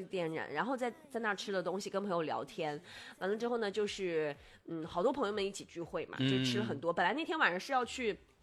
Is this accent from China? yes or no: yes; Inner Mongolia, China